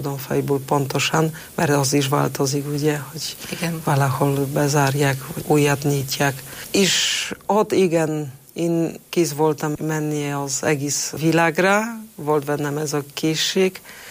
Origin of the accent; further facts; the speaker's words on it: Poland; Hungarian is a second language; moved away as an adult; now in Hungary; itt Magyarországon, amikor valaki hallja, hogy lengyel vagyok